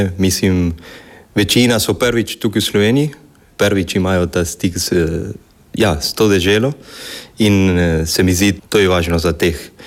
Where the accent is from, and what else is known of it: Argentina